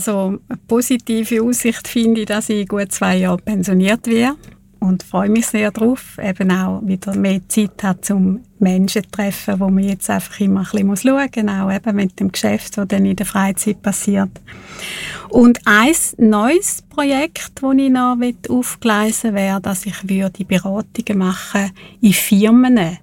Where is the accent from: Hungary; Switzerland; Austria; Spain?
Switzerland; Thurgau; accent: Thurgau dialect